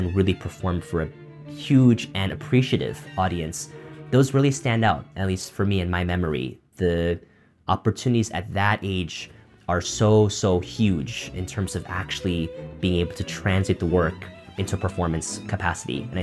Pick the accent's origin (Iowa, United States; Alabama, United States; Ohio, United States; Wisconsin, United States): Wisconsin, United States; Brookfield; moved away as an adult; also born or lived in Boston; now in New York, United States; I'm a violinist, and I'm mostly based in New York these days, but was born and raised in Brookfield, Wisconsin, and did all of my studies in Boston.